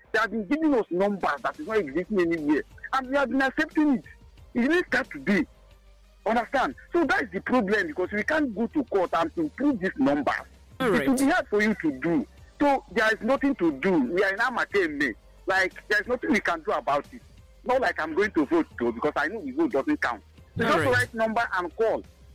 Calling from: Tanzania; I'm calling from Tanzania.

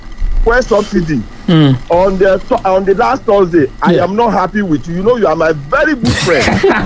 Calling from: Olodo, Oyo, Nigeria; I'm calling from Olodo.

